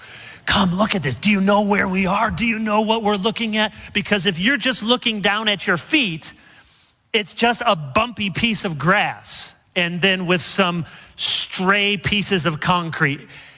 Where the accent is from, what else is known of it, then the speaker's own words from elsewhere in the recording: Michigan, United States; moved away; where I grew up in Michigan